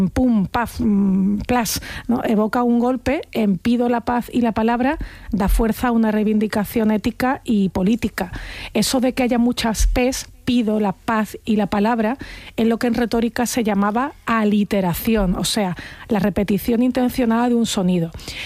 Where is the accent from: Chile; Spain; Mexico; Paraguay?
Spain; Andalusia; accent: Andalusian; Para mí, como andaluza, pues las consonantes que están a final de sílaba tienden a no decirse o a modificarse.